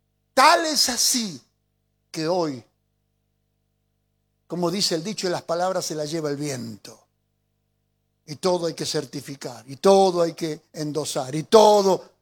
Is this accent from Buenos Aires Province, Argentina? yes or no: no; Mendoza, Argentina; los menducos tenemos ese término, más o menos.